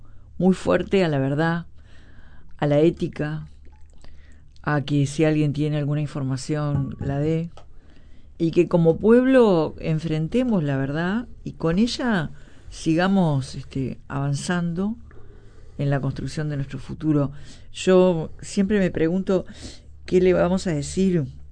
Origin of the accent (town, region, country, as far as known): Uruguay